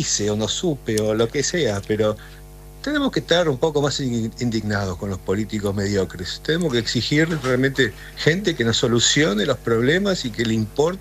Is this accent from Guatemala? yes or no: no; Argentina